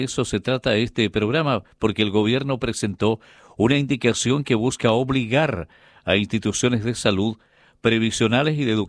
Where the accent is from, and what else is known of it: Chile